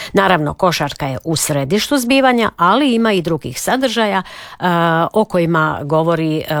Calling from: Knin, Šibenik-Knin County, Croatia; Dobar dan, lijepi pozdrav iz vrućeg Knina. Već sada 30 stupnjeva ovdje kod nas u Kninu.

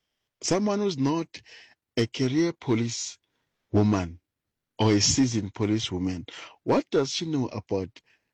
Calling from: Witbank, Mpumalanga, South Africa; This is anonymous in Witbank.

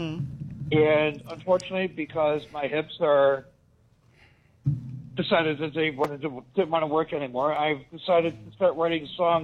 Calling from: Willoughby, Ohio, United States; I'm out in Willoughby now.

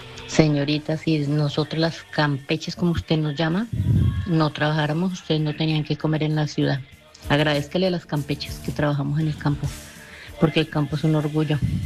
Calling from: San Bernardo, Cundinamarca, Colombia; Somos campesinos, pero merecemos mucho respeto. Gracias, Dios le bendiga. Hablo desde San Bernardo, Cundinamarca.

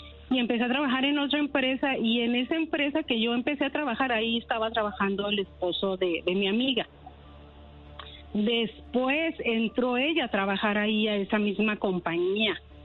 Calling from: Denver, Colorado, United States; De Denver, Colorado.

